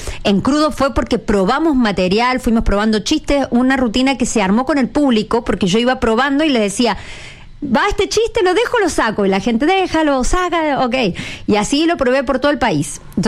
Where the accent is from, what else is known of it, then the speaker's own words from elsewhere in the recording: Argentina; now in Chile; Pero yo cuando voy a Argentina, mis amigos me dicen... Me dice, pero estás más chilena que nunca para hablar